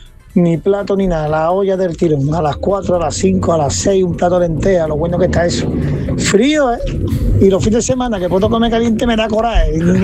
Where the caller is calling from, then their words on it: Cádiz, Andalusia, Spain; desde Cádiz.